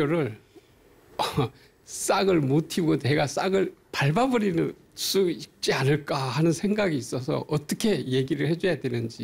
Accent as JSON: {"language": "Korean", "town": "Gwangju", "region": "Gyeonggi Province", "country": "South Korea"}